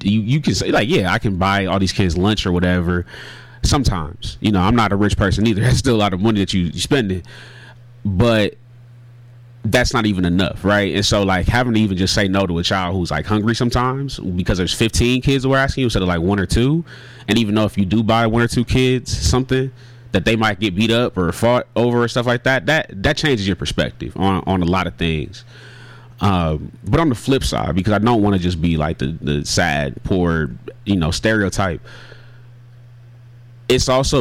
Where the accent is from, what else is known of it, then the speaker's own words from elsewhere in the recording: United States; me being Black American as well as Ghanaian, I grew up here. I grew up in America. I grew up a black man, like, and I claim that proudly.